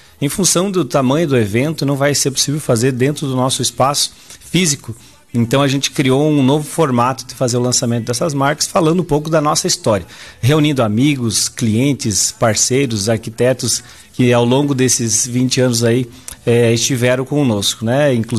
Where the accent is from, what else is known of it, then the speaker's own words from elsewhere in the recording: Coronel Freitas, Santa Catarina, Brazil; Sou natural aqui de Coronel Freitas.